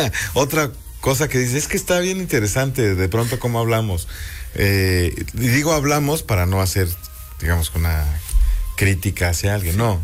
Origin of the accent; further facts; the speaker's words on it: San Cristóbal de las Casas, Chiapas, Mexico; now in Puebla, Mexico; De Chiapas, de San Cristóbal de las Casas.